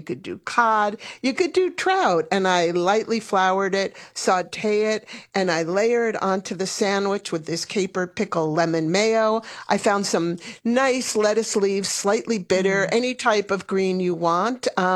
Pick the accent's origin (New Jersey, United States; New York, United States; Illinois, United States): New York, United States; Growing up in New York, you know, the big treat was we're going for an Italian.